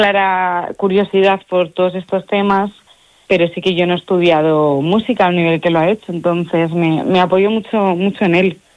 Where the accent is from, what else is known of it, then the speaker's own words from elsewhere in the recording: Catalonia, Spain; Soy un poquito charra. Sí. Soy también catalana, lo cual